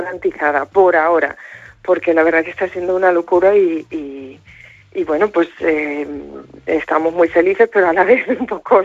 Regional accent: Badajoz, Extremadura, Spain; concedieran la medalla de Badajoz.

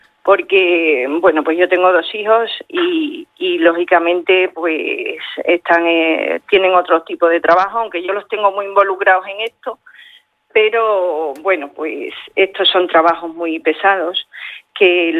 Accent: Miajadas, Extremadura, Spain; Yo es que soy de Miajadas

